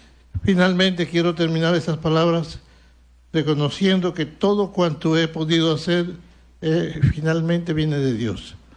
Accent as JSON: {"language": "Spanish", "country": "Dominican Republic", "said": "seguiré sirviendo a la Iglesia y a mi pueblo amado, dominicano hasta el último día de mi vida."}